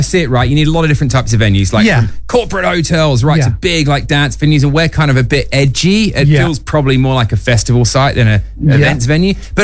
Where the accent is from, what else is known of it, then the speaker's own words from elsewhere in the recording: Australia; moved away as an adult; now in Bristol, United Kingdom; No, I'm from Australia.